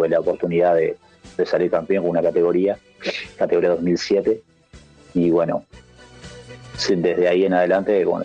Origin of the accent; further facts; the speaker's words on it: Montevideo, Uruguay; yo soy del Cerro, hicimos baby fútbol ahí en lo que sería Sauce